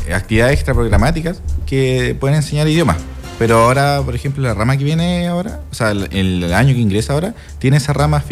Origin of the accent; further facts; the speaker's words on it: Rancagua, O'Higgins, Chile; Yo soy de Rancagua. Los dos somos de Rancagua.